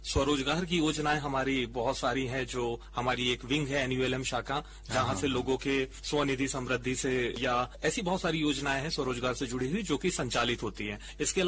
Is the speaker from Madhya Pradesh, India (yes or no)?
yes; Betul, Madhya Pradesh, India; born there; मेरा बचपन, यहाँ की पढ़ाई मेरी हायर सेकेंडरी तक की बैतूल में ही हुई है। हम लोग मूल रूप से प्रतापगढ़ यूपी के रहने वाले हैं। पिताजी के जॉब यहाँ पर होने के कारण कुछ समय मेरा बैतूल में बीता